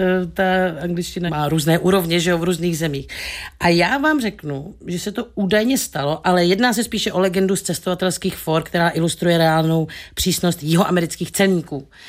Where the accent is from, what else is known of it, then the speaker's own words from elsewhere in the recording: Šumperk, Olomouc Region, Czechia; já pocházím ze Šumperka a začala jsem chodit na základku v těch 90